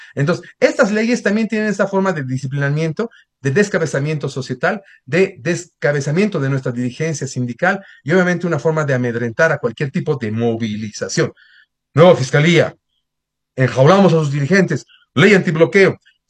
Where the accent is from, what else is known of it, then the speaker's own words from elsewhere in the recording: Bolivia; Nosotros, los que somos de la Bolivia profunda, de la patria